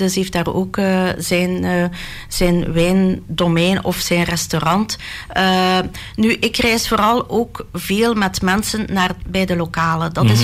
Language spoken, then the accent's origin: Dutch; Belgium